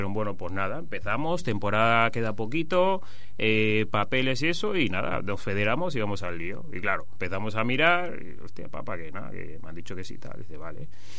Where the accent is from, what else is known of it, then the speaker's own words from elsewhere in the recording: Lleida, Catalonia, Spain; also born or lived in Barcelona / Premià de Mar; se vinieron aquí a España y bueno, y ahí nací yo con tres hermanos, ¿vale? En total somos cuatro. Yo estuve hasta los 6 años en Premia de Mar, mis padres al final se mudaron en Lleida y ahí fue pues bueno, donde viví toda mi infancia